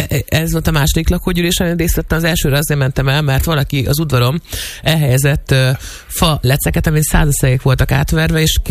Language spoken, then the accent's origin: Hungarian; Nyíregyháza, Szabolcs-Szatmár-Bereg, Hungary; mi nyíregyháziak vagyunk